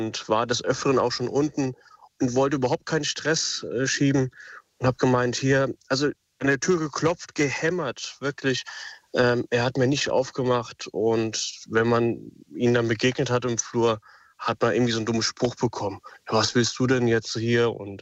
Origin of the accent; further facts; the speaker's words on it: Wiesbaden, Hesse, Germany; Zweite Geschichte natürlich, ich komme aus Wiesbaden, Wilhelmstraße, ist, glaube ich, auch für den einen oder anderen auch bekannt.